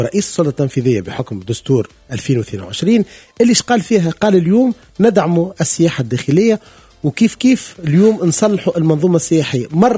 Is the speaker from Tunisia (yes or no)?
yes; Tunisia; وانا اليوم كتونسي